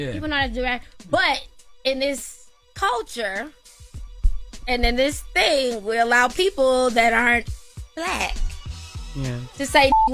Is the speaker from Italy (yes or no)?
no; Tennessee, United States; I am from Tennessee.